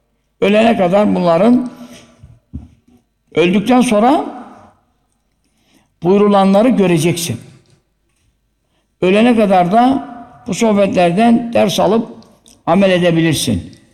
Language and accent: Turkish; Giresun, Turkey; Giresun'da yapmışım memleketimde.